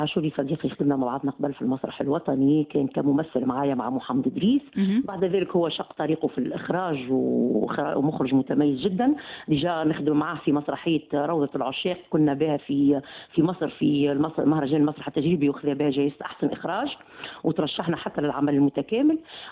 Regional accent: Tunisia; كان انا تونسيه

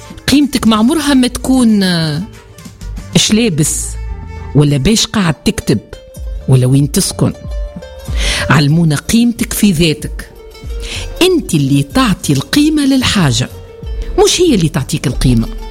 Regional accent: Chebba, Mahdia Governorate, Tunisia; born there; وعمري 10 سنين نقرأ سنة 5 ابتدائي في المدرسة الابتدائية الحومة الشرقية بالشابة.

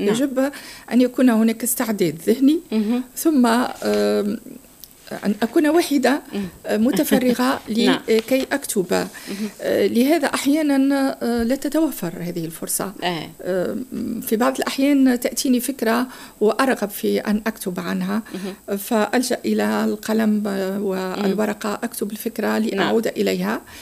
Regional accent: Tunisia; أعيشه أنا كتونسية

